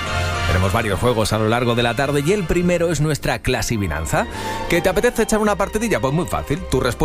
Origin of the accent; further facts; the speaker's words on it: Valencia, Valencian Community, Spain; Este sábado actúan en Valencia, en mi tierra